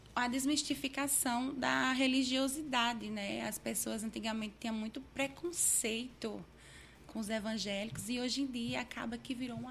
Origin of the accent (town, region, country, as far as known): Macaíba, Rio Grande do Norte, Brazil